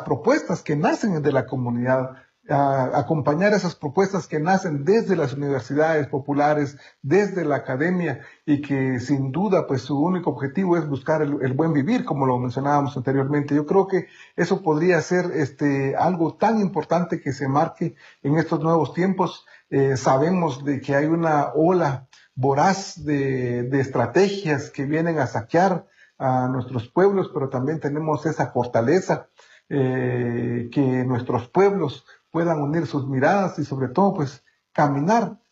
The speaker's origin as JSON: {"language": "Spanish", "country": "Guatemala", "first_language": "Kaqchikel", "second_language": "Spanish", "said": "Me gustaría también mandarles un saludo en mi idioma materno, que es el cachiquel. Es uno de los 22 idiomas mayas que hablamos aquí en Guatemala."}